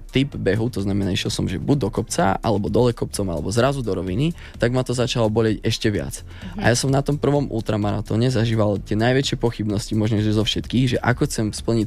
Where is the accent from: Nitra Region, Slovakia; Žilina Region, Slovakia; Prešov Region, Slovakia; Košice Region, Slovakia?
Žilina Region, Slovakia; u nás na Kysuciach